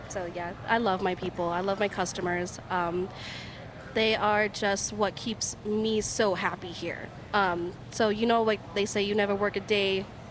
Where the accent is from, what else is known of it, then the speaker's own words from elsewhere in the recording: Deming, New Mexico, United States; But I really appreciated growing up in Deming because I grew up, like, riding bikes.